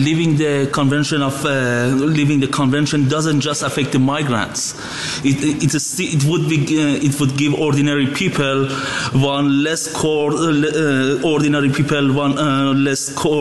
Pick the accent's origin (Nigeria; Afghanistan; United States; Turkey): Afghanistan; English is a second language; now in United Kingdom; Yes, I come from Afghanistan.